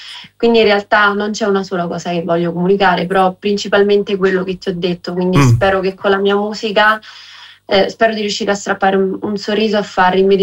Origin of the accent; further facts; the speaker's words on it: Formia, Lazio, Italy; Io sono del Lazio, a Fornia, fra Gaeta e Scauri, Sperlonga, quelle zone lì.